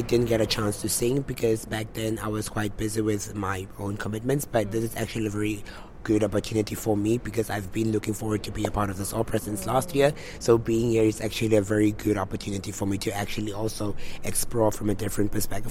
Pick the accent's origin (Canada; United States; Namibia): Namibia